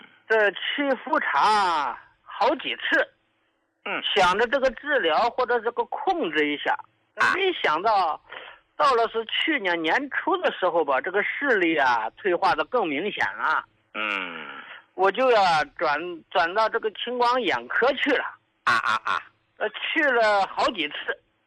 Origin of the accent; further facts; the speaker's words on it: Northeast China, China; now in Xiamen, China; 哎，你看我老家呢是东北的，由于这个工作的原因，后来呢来到了这个厦门定居了。